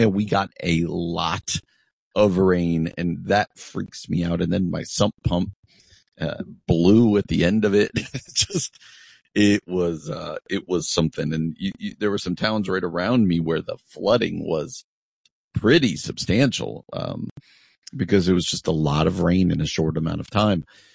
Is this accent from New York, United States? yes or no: no; New Jersey, United States; moved away; in New Jersey, in my home state, my original home state, not where I am now, but where I grew up.